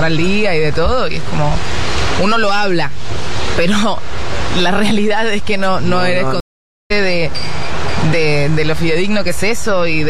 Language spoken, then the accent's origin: Spanish; Venezuela; moved away